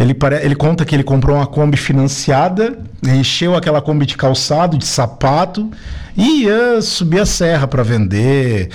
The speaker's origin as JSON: {"language": "Portuguese", "town": "Araranguá", "region": "Santa Catarina", "country": "Brazil", "tie": "born there", "also_born_or_lived": "Criciúma / Capão da Canoa", "said": "Não, nasci de manhã, de tarde estava em casa. Foi só local de nascimento, eu sempre morei aqui. Morei assim, eu morei um período da minha vida aqui. Ali até os 5, 6 anos, o meu pai foi para o Rio Grande do Sul, montou comércio."}